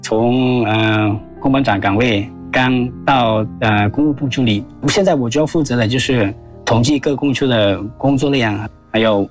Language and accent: Chinese; Laos; Chinese is a second language